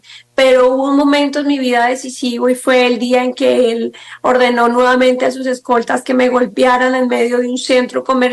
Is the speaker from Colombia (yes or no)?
yes; Huila, Colombia; moved away; yo soy de origen campesino, nací en un pueblo hermoso del departamento del Huila. Huérfana, a mí me criaron mis abuelos y como toda niña tuve que llegar a la ciudad